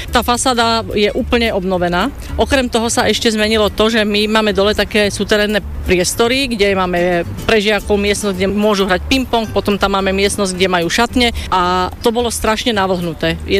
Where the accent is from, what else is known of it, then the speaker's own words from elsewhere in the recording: Bratislava, Bratislava Region, Slovakia; born there; som rodená Bratislavčanka